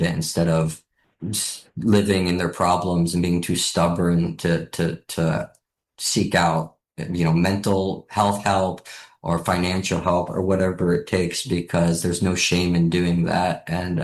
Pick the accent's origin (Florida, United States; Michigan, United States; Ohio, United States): Ohio, United States; Cleveland; In fact, it's a world that I came from. I grew up in the Rust Belt in Cleveland. So, you know, I grew up at a time where the auto industry was running away